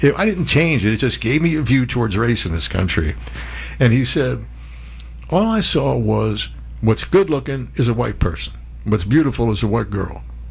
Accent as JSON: {"language": "English", "region": "New York", "country": "United States", "tie": "born or raised there", "also_born_or_lived": "New Jersey", "said": "Where I grew up in New Jersey and New York, when I grew up in New York, then the school that I went to till I was 11 years old, there were two black kids."}